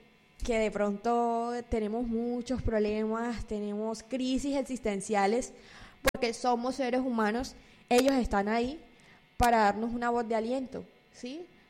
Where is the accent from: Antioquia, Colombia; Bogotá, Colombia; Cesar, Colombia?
Antioquia, Colombia; San Pedro de Urabá; accent: costeña; yo soy orgullosamente sanpedreña, pero es que San Pedro es Antioquia. Y yo, sí, somos antioqueños, pero tenemos un poquito de costa, estamos multiculturalizados, entonces es un honor para mí tener esas raíces